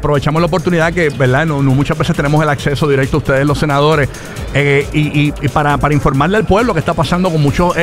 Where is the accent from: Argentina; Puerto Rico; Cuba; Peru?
Puerto Rico; Guaynabo; yo que soy de Guaynabo y también bien cerquita de Bayamón, San Juan, estamos teniendo mucho problema con el agua. Ese es el nuevo problema de Puerto Rico.